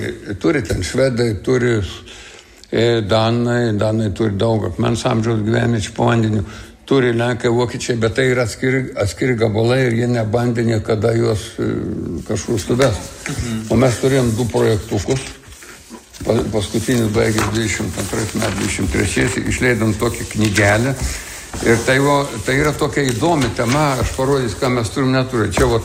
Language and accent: Lithuanian; Palanga, Klaipėda County, Lithuania; Nu, kadangi nuo 3 metų amžiaus esu palangiškis, reiškia, tai ir iš tų naujųjų palangiškių kartos, kurie moka plaukti